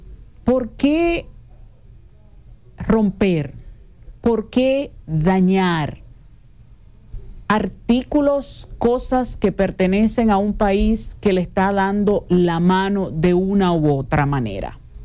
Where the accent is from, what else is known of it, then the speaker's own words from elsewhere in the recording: Dominican Republic; todos somos dominicanos